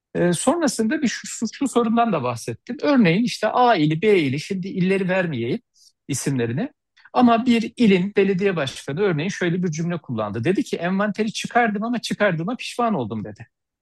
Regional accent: Yahşihan, Kırıkkale, Turkey; Yakın zamanda ben de Kırıkkaleliyim. Maalesef benim memleketimden, Yahşihan ilçesinden

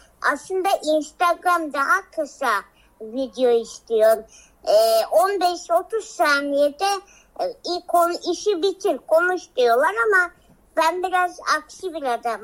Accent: Adana, Turkey; ve bir Adanalıyım.

